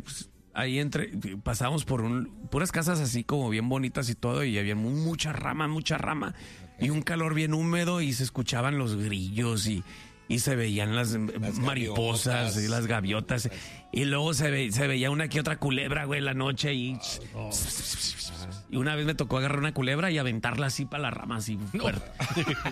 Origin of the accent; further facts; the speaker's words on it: Mexico; Somos mexicanos y no es que España es mejor, no es que Europa